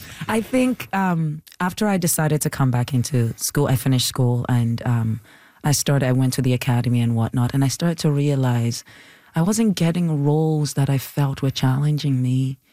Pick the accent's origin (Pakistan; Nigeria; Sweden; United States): Nigeria; accent: Nigerian; now in Canada; Canada has always been trying to suppress my Nigerian-ness, my act, because they were complaining about my accent.